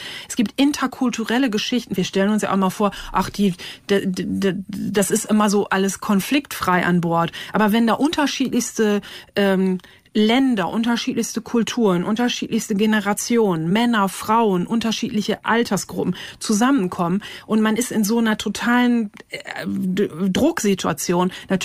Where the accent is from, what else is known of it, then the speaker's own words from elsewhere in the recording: Lower Saxony, Germany; ich komme aus Ostfriesland, ich kenne das halt auch, dann setzt man sich aufs Boot und fährt so raus aufs Meer.